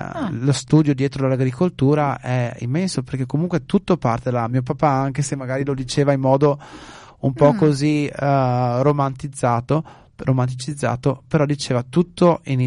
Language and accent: Italian; Veneto, Italy; c'è anche il nostro dialetto veneto